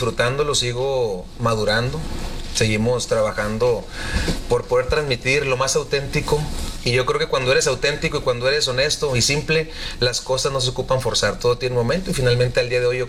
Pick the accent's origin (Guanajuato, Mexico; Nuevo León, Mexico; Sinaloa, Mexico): Sinaloa, Mexico; Mazatlán; born or raised there